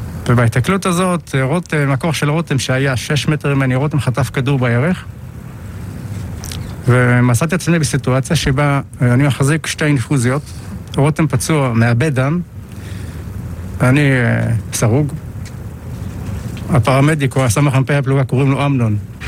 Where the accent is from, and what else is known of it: Gedera, Central District, Israel; born or raised there